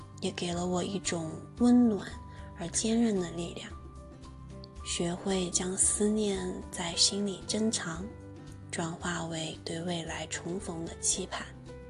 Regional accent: Xiamen, Fujian, China; moved away as an adult; now in Hong Kong, China; 我是一个在海滨城市厦门出生长大的孩子，甚至连大学也选择留在了厦门，因此来到香港读研究生是我人生中第一次真正意义上离开家，独自在外生活。

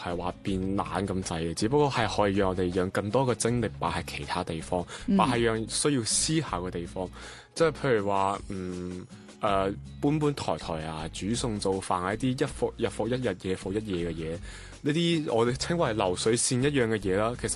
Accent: Macau; 啊，各位，我系嚟自中国澳门嘅

